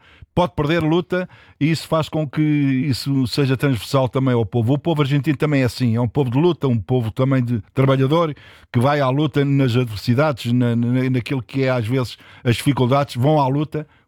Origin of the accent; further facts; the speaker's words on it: Lisbon, Portugal; Sim, mas atenção, eu sou do Alto Pina, também o Alto Pina dá 10 a 0 esse Bombonera